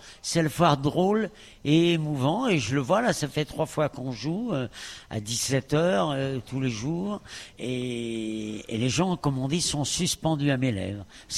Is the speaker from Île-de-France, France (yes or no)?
yes; Paris, Île-de-France, France; born there; De Paris. Moi, je suis parisien au départ.